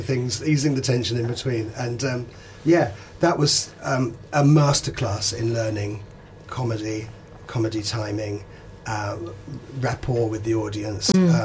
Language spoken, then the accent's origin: English; London, United Kingdom; I come from London